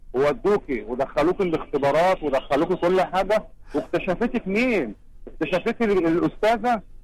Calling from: Cairo, Cairo Governorate, Egypt; انا بكلمك من الدرب الاحمر دلوقتي

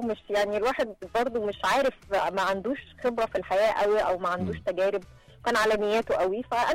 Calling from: Cairo, Cairo Governorate, Egypt; انا من القاهرة وهو كان من الارياف. انا عمري ما رحت الارياف

